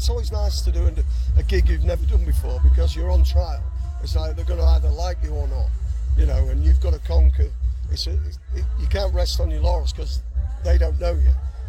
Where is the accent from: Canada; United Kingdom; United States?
United Kingdom; Cleethorpes, Yorkshire and the Humber; born there; also born or lived in Grimsby; It's Grimsby. Originally? Grimsby. Yeah. Well, Cleethorpes. That's where I was that born.